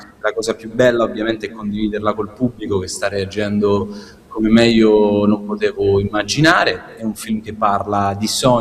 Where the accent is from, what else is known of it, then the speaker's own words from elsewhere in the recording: Corigliano Calabro, Calabria, Italy; moved away; also born or lived in Amendolara / Roseto Capo Spulico; io sono nato e cresciuto a Corigliano Calabro, poi mi sono spostato ad Amendolara, a Roseto